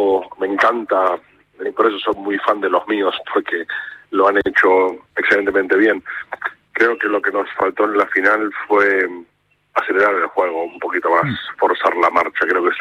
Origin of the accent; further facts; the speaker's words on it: Argentina; creo que como argentino lo he disfrutado, pero vamos, con todo el cuerpo.